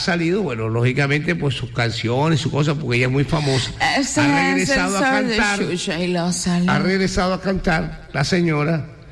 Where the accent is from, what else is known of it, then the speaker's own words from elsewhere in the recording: Colombia; Y la gente de Pasto, también con el dolor como colombiano, hace su esfuerzo